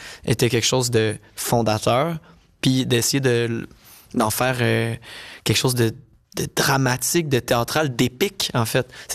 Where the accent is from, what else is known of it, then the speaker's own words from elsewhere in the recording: Saint-Hyacinthe, Quebec, Canada; je viens de Saint-Hyacinthe au Québec, au Canada.